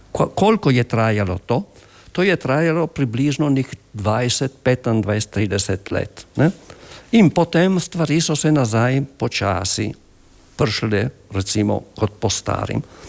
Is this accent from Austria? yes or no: no; Friuli-Venezia Giulia, Italy; smo Slovenci